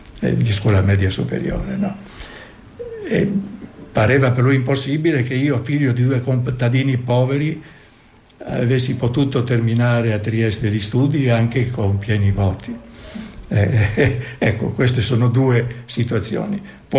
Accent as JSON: {"language": "Italian", "town": "Buje", "region": "Istria County", "country": "Croatia", "said": "ha detto: ma lei non è piranese? No, dico, sono di Buie."}